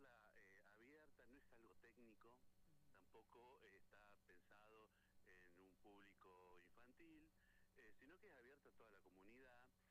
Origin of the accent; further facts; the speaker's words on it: Chos Malal, Neuquén, Argentina; also born or lived in La Plata; yo soy oriundo de Chosmalal